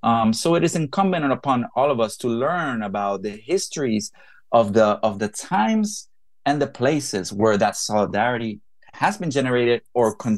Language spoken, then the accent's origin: English; Puerto Rico; I myself, I'm not Afro-Latino. I'm from Puerto Rico. I'm very much Latino.